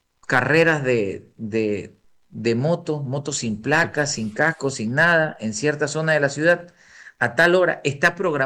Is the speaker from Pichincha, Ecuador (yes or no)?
no; Buena Fe, Los Ríos, Ecuador; moved away as an adult; now in Guayaquil, Ecuador; Yo soy de buena fe, de Los Ríos, pero yo viví ahí hasta los 19 y el resto de mi vida la he vivido acá. O sea, yo soy guayaquileño de todo lado